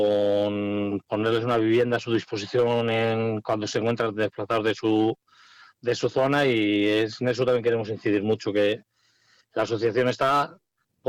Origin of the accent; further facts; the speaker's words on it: Salamanca, Castile and León, Spain; porque somos de Salamanca